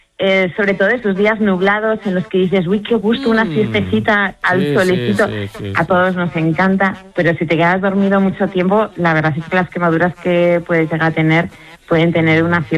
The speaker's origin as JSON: {"language": "Spanish", "country": "Spain", "said": "que somos españoles. Entonces la mañana pues empieza tarde para nosotros"}